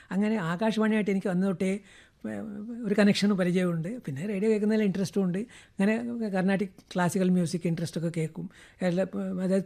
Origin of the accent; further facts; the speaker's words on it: Kerala, India; ഞാൻ ജനിച്ചതും വളർന്നതും പിന്നെ അതിനുശേഷം ജോലി ചെയ്തതും ഇപ്പോൾ പെൻഷൻ വാങ്ങുന്നതും എല്ലതും ഫുൾ കേരള സ്റ്റേറ്റിൽ തന്നെയാണ്.